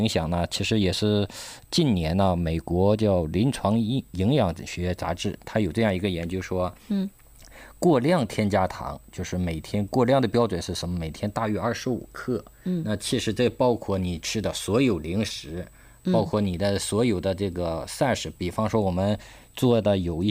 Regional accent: China

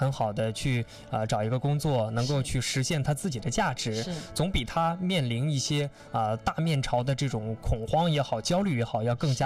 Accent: Shanxi, China; moved away as an adult; 我老家是在山西，我是在山西上学哈，后来考到的我们这个位置嘛。在当时我是住校的

